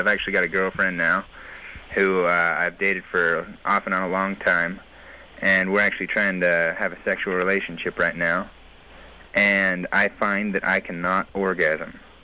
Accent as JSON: {"language": "English", "town": "Salt Lake City", "region": "Utah", "country": "United States", "said": "I'm actually from Salt Lake City, Utah, and I was raised very, very Mormon."}